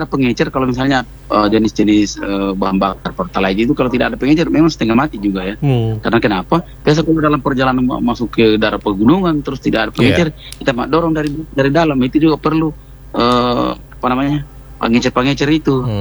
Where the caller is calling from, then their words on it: Pinrang, South Sulawesi, Indonesia; daerah saya ini kan Kecamatan Lembang ini kan luas juga sepertiganya Pinrang kota ya.